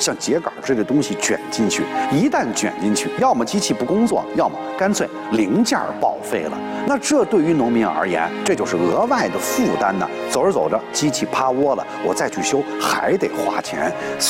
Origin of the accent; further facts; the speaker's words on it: China; 拿我们中国人习惯用的一句话